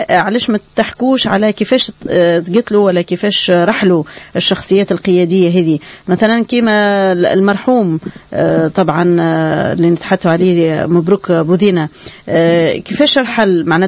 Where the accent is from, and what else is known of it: Tunisia